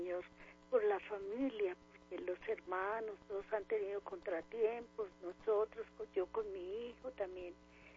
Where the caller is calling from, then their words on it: Bogotá, Colombia; En Bogotá, Danielito.